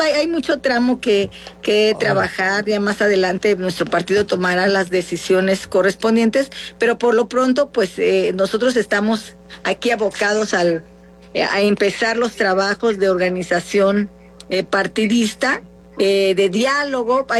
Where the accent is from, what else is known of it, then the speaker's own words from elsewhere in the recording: Mexico; dado que yo soy emanada o soy del pueblo afromexicano, soy costeña, y que de esa manera, pues para mí es un compromiso moral.